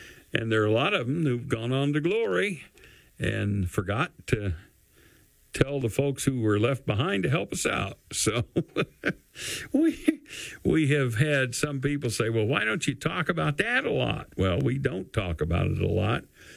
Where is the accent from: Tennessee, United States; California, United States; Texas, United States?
Tennessee, United States; Kingsport; I grew up in North Kingsport. We call that Morrison City, Tennessee. And it was one of the oldest sections of East Tennessee, and it was right there on the Virginia line